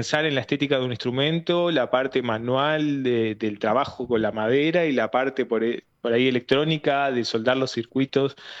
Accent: La Plata, Buenos Aires Province, Argentina; Yo soy de La Plata.

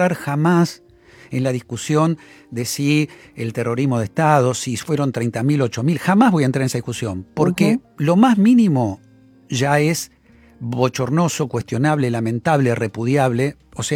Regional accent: Argentina

